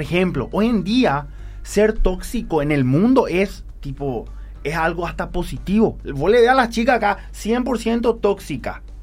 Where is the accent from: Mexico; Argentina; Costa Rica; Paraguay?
Paraguay; nosotros como paraguayos